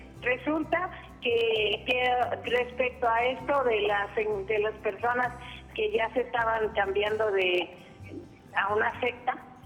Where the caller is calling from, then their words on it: Mexico City, Mexico; Buenos días, Cindy. … de la Ciudad de México.